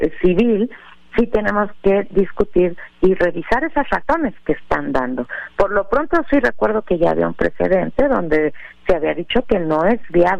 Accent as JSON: {"language": "Spanish", "country": "Mexico", "said": "como mexicanas y mexicanos"}